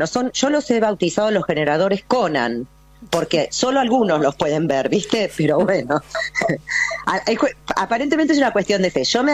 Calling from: La Plata, Buenos Aires Province, Argentina

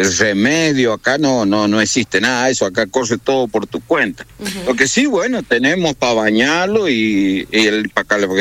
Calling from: Mendoza, Argentina

